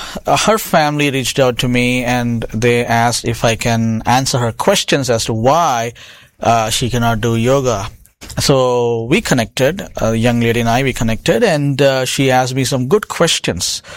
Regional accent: India; moved away; I myself studied the same mantras in my school growing up in India.

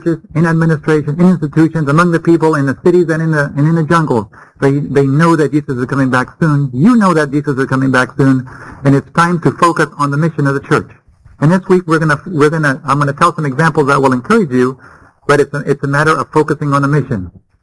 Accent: Bolivia; I grew up with her in Bolivia.

